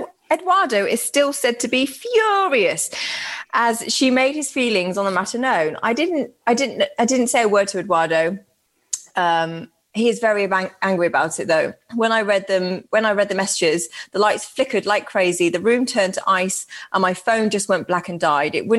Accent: Birmingham, West Midlands, United Kingdom; maybe I'm just going to, I'm from Birmingham

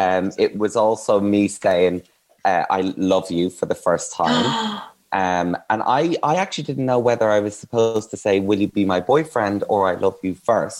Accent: Ireland; I'm Irish.

